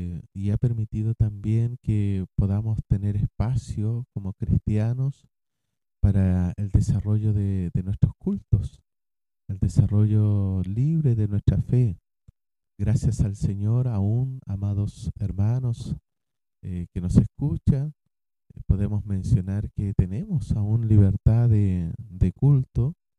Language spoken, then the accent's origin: Spanish; Chile; Para nosotros acá en Chile